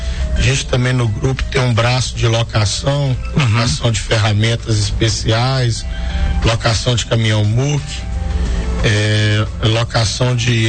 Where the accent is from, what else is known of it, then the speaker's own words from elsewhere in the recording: Timóteo, Minas Gerais, Brazil; moved away as an adult; Eu sou daqui, natural aqui de Timóteo, no Vale do Aço, né? Aos 18 anos eu fui morar fora para começar nas minhas primeiras obras industriais no Brasil